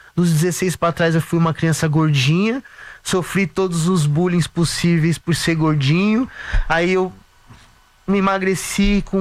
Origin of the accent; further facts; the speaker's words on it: São Paulo, Brazil; Somos São Miguel Paulista.